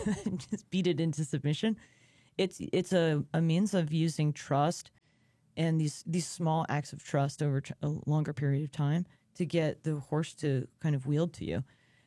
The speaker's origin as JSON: {"language": "English", "region": "New York", "country": "United States", "said": "No, I'm from Long Island."}